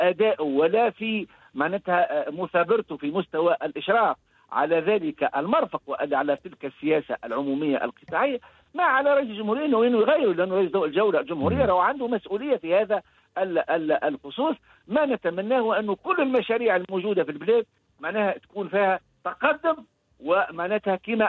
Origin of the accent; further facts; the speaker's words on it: Tunisia; أنا كمواطن تونسي عايش في البيت ونشوفهم بعينين.